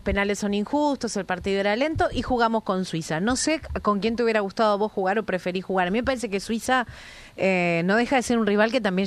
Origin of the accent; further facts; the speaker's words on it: Argentina; No, si yo soy de Argentina, ¿no?